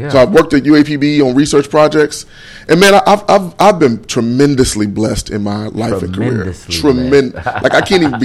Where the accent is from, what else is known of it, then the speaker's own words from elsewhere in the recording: Pine Bluff, Arkansas, United States; I'm a kid from Pine Bluff.